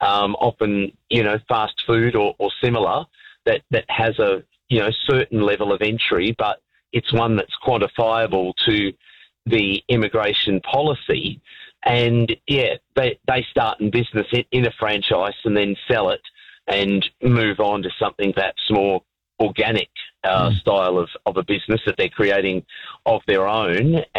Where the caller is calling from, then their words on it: Brisbane, Queensland, Australia; I'm calling from Australia. I've just parked the car here in Brisbane.